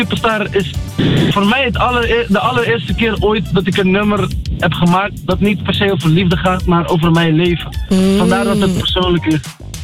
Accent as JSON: {"language": "Dutch", "town": "Berkane", "region": "Oriental", "country": "Morocco"}